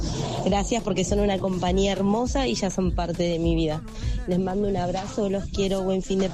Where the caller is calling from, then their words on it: Florencio Varela, Buenos Aires Province, Argentina; de Florencio Varela.